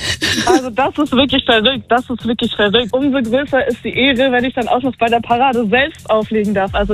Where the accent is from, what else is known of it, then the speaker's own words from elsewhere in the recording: Baden-Württemberg, Germany; moved away as an adult; now in Zurich, Switzerland; Tatsächlich komme ich eigentlich aus der Region Stuttgart, aber ich wohne jetzt seit circa 2 Jahren in Zürich.